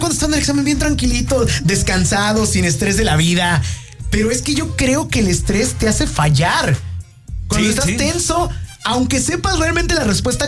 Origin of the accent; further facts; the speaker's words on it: Mexico; somos mexicanos.